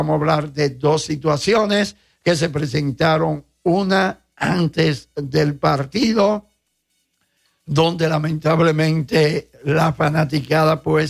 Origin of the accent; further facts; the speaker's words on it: Dominican Republic; nosotros somos dominicanos, somos La Española